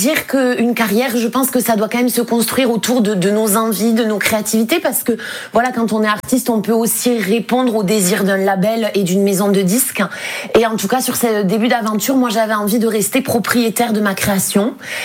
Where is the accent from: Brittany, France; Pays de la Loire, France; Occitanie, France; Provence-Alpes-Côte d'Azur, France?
Occitanie, France; accent: Gascon; moved away as an adult; now in Paris, France; ça a été tourné en fait dans 5 villes et villages du Gers, qui m'ont particulièrement marqué mon parcours. C'était très important pour moi de vraiment revenir là où j'ai grandi, là où j'ai vécu.